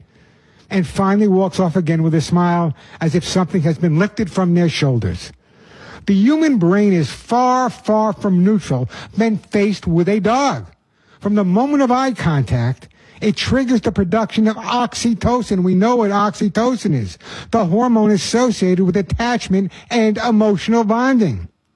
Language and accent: English; Long Island, New York, United States; I'm a New Yorker. I know I lost my accent. I know it's hard to tell I'm from New York, but I am Long Island.